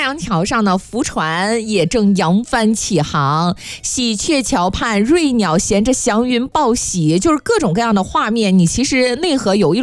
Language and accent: Chinese; Fuzhou, Fujian, China